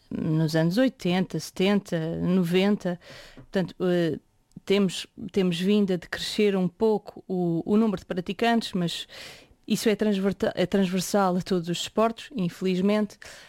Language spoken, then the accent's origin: Portuguese; Lisbon, Portugal; moved away as an adult; now in Faial, Portugal; Eu nasci em Lisboa, portanto, acabei por estudar em casa.